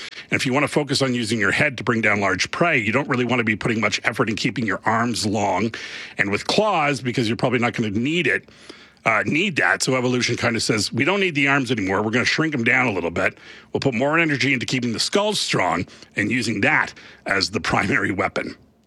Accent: Montreal, Quebec, Canada; also born or lived in Toronto, Canada; Because I grew up in cities in Montreal and Toronto, and then coming out to Calgary and then out into the Badlands and under that sky, boy, that's intimidating for the first time.

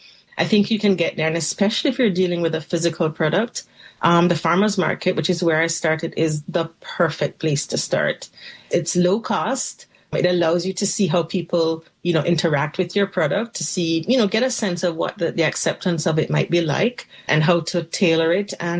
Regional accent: Jamaica; also born or lived in Ontario, Canada; now in Canada; No, not at all. actually born in Ontario, raised in Jamaica, and came back to Canada, I think maybe about 25 years ago.

